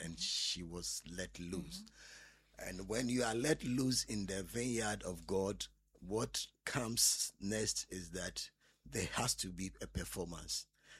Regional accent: Ghana; And I'm a Ghanaian.

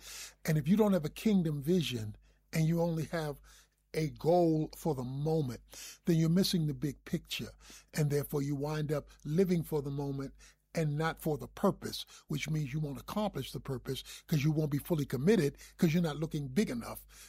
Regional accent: Dallas, Texas, United States; You know, I'm from Dallas, you know, which means that you're a Cowboy fan.

